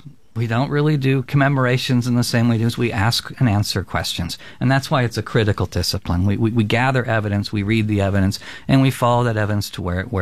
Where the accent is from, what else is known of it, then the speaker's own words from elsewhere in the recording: California, United States; because I grew up in California with Father Sarah, Jim Procera, and he's now been canonized.